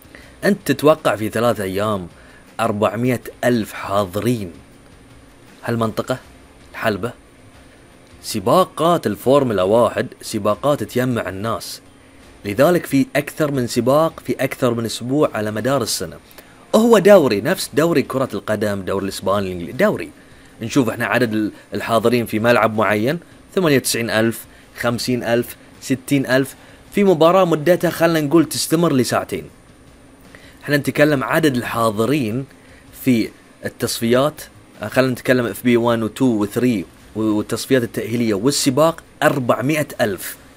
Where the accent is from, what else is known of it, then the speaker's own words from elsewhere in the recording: Bahrain; عندنا في البحرين والخليج وعندنا في الوطن العربي